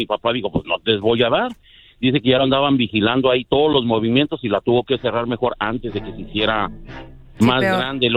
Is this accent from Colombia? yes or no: no; Mexico City, Mexico; No, yo no soy de Guerrero, yo soy de la Ciudad de México.